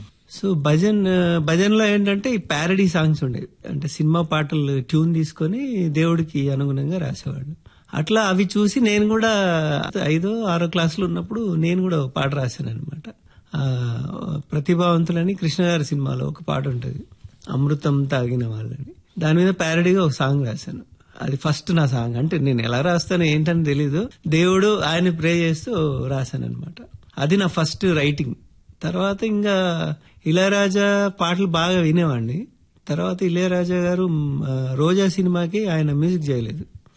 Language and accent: Telugu; Satapur, Telangana, India; moved away; నా బాల్యం అంటే మా ఊరు సాటాపూర్ గ్రామం. అక్కడే అంటే ప్రైమరీ ఎడ్యుకేషన్ అంతా అక్కడే, తర్వాత నీలా రేంజల్లో high school education and Bodhan మధుమలంచ కాలేజీలో ఇంటర్